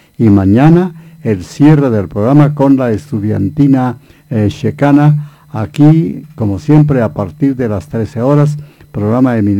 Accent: Guatemala; así somos los guatemaltecos.

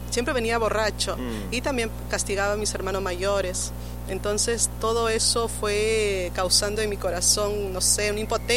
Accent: Lima, Peru; born there; Y nací en La Libertad, en Lima, Perú.

